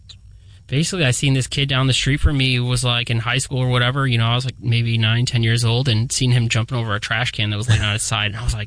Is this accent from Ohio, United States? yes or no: yes; Oregon, Ohio, United States; I grew up in Oregon and was hanging out on the east side